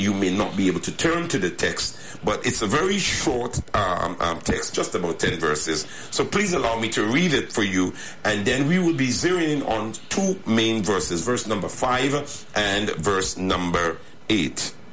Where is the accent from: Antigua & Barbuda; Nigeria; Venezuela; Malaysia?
Antigua & Barbuda; Barbuda; I'm from Barbuda via Earlings Village.